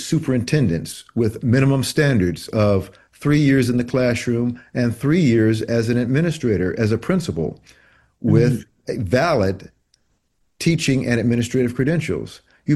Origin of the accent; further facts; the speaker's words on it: Detroit, Michigan, United States; now in California, United States; growing up in Detroit